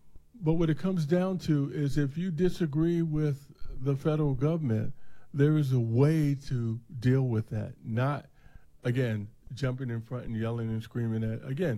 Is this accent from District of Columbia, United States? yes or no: yes; Washington, District of Columbia, United States; When I was raised in Washington, D.C. Chris, did I tell you I was raised in Washington, D.C.?